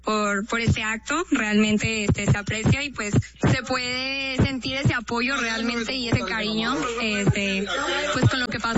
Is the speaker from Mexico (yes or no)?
yes; Mexico; Aunque mis padres sean los dos coreanos, pues yo fui criada, nacida, fui al kinder, todo, y pues me identifico como mexicana 100%.